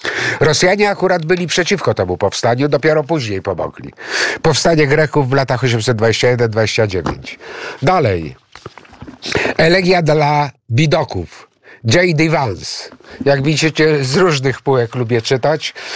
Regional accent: Greece; now in Poland; No, to jest wtedy, kiedy wyzwalaliśmy się, my Grecy, no jak wiecie, jestem Grekiem, wyzwalaliśmy się spod zaboru tureckiego

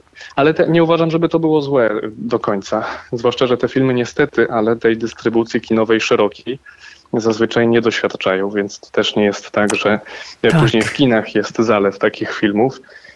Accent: Lublin, Lublin Voivodeship, Poland; no bo pochodzę z Lublina, więc Kazimierz Dolny jest no, takim najbliższym, czy właśnie Dwa Brzegi są najbliższym festiwalem do Lublina.

